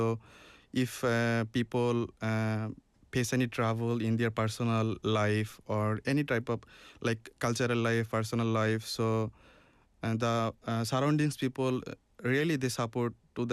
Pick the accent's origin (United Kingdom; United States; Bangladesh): Bangladesh; English is a second language; moved away as an adult; now in Busan, South Korea; I came from Bangladesh as an international student in Korea, especially in Busan.